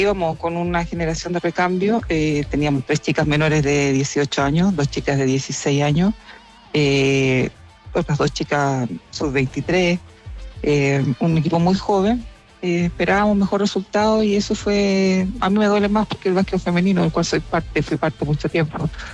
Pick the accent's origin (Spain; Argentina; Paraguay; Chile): Chile; Santiago, Santiago Metropolitan Region; No, soy de Santiago.